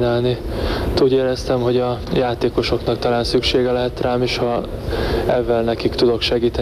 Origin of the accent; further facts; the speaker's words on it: Hungary; Magyarországon maradok, mert magyar vagyok, nem vagyok híve ebben nagy külföldi túrázásoknak.